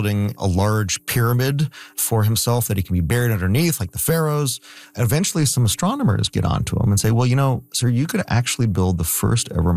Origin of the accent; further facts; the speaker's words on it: Canada; I grew up in Canada, and I really always enjoyed just going out in the winter nights and looking up at the stars.